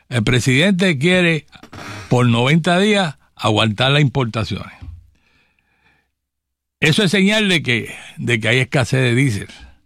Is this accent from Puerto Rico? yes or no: yes; Puerto Rico; Eso no va a afectar a Puerto Rico porque nosotros somos parte de Estados Unidos y eso no va con nosotros.